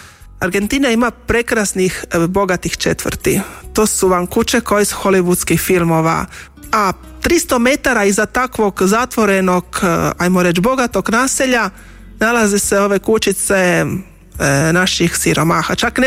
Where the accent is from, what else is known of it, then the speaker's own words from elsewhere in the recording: Sisak, Sisak-Moslavina County, Croatia; Rođena sam u Sisku, gdje sestre milosrdnice djeluju dugi niz godina.